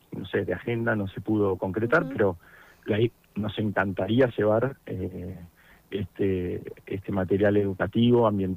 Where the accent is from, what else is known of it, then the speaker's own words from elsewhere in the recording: Bariloche, Río Negro, Argentina; yo soy productor ejecutivo, que vivo en Bariloche, soy de acá.